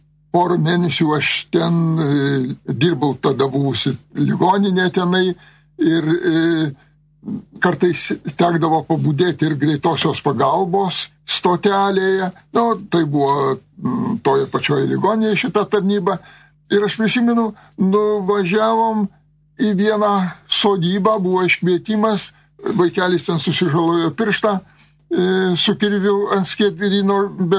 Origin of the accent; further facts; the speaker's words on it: Zarasai District, Utena County, Lithuania; moved away; Bet aš prisimenu ir savo kaimą, kur po 5-6 vaikus turėjo, buvo sodybose ir į mokyklą mes iš kaimo eidavom pulkas vaikų į Zarasų rajone, Degučiuose buvo mano mokykla ir iš mūsų kaimo 4 kilometrus mes būrių vaikai eidavom.